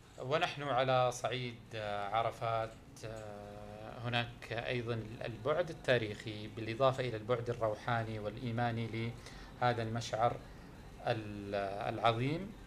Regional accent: Saudi Arabia; نحن لنا كسعوديين

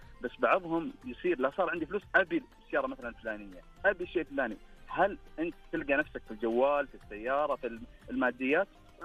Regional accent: Asir, Saudi Arabia; now in Riyadh, Saudi Arabia; انا ديرتي السودة

